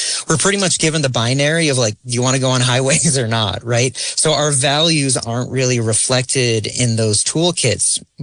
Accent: New England, United States; I'm calling in from my hometown. I live in California, but I grew up in New England.

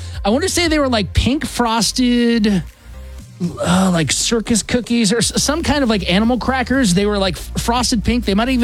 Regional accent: Michigan, United States; I grew up in Michigan.

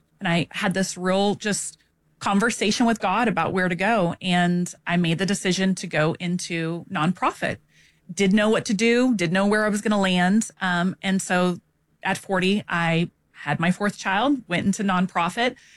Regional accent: San Antonio, Texas, United States; So born and raised in San Antonio, Texas, 44 years old as of today.

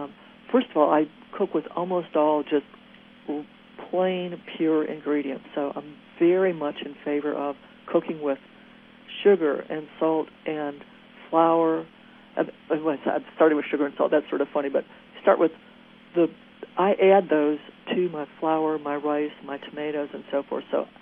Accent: Michigan, United States; moved away; I'm from Michigan originally, and I grew up completely without any hot peppers.

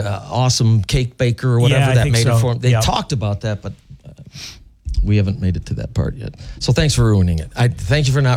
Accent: Fox Lake, United States; the fish store in my hometown

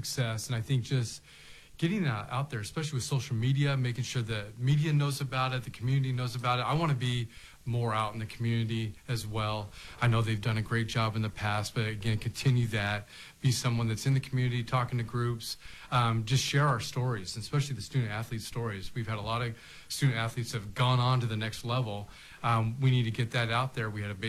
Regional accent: Everett, Washington, United States; also born or lived in Eugene; I grew up in the early years in Eugene, but then we moved to Seattle. He was a coach up there for a few years. And so really grew up in Everett, north of Seattle, Cascade High School.

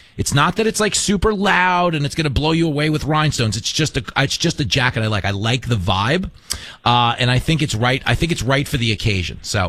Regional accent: New York, United States; We're driving it like we stole it, because I'm from New York, and that's pretty much how people get around.

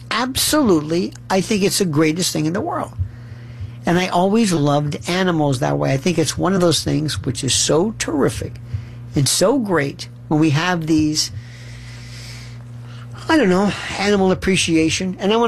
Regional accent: Florida, United States; I was raised in Florida.

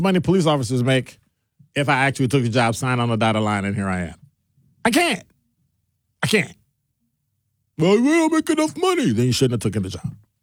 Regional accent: Chicago, Illinois, United States; maybe I grew up and I was, you know, awestruck or something, just growing up in Chicago.

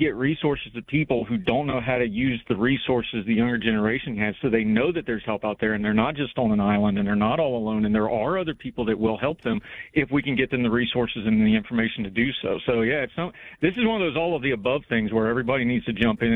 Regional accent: Summersville, West Virginia, United States; if you're in a small town, I come from Sonersville, West Virginia, 2,800 to 3,000 people

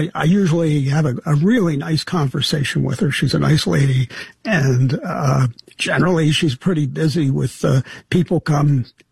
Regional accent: Philadelphia, Pennsylvania, United States; now in Lancaster, United States; I grew up in Philadelphia, and when I grew up, Philadelphia had the largest concentration of Italians outside of Rome.

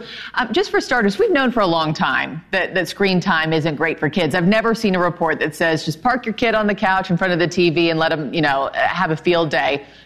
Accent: Oklahoma, United States; I grew up in Oklahoma. I mean, I played outside after school until it was time for dinner.

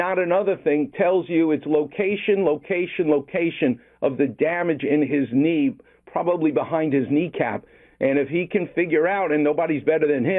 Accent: Far Rockaway, New York, United States; I'm from Far Rockaway.

